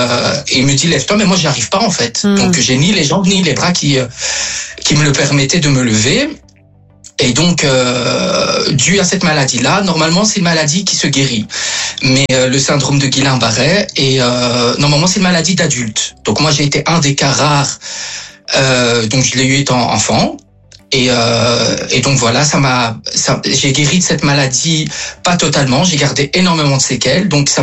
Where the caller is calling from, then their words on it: Brussels, Brussels-Capital Region, Belgium; Alors, je suis de Bruxelles.